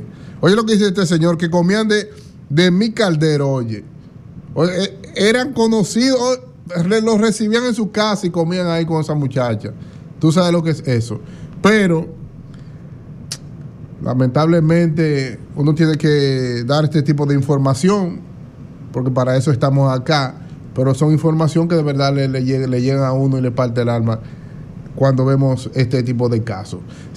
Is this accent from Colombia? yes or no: no; Dominican Republic; Ay, mi tierra amada, República Dominicana.